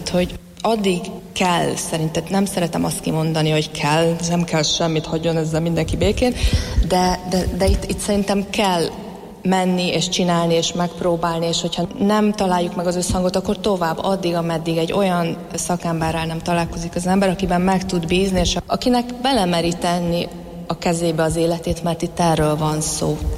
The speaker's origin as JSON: {"language": "Hungarian", "town": "Szombathely", "region": "Vas", "country": "Hungary", "moved": "yes", "said": "én eljöttem Szombathelyről, tehát én szombathelyi vagyok"}